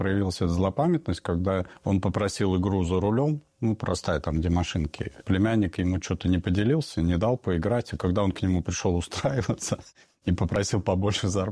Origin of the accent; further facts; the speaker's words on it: Polysayevo, Kemerovo Oblast, Russia; born there; Родился в Кемеровской области, Полываево, поселок Шахтеров.